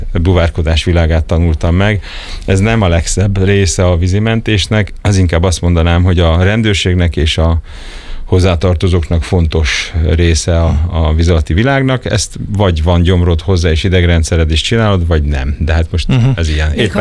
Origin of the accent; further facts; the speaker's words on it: Hungary; also born or lived in Cape Town, South Africa; barátaim, akikkel most is tartom a kapcsolatot, de azért a zöme azért az ide kötött. És hát én inkább magyar vagyok. Talán ez azért is szerencsésebb így, mert a nevem is egy magyar családi név